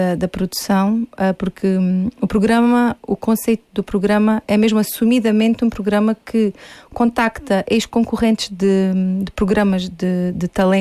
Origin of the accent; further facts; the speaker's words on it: Almodóvar, Alentejo, Portugal; Eu sou de Almodóvar.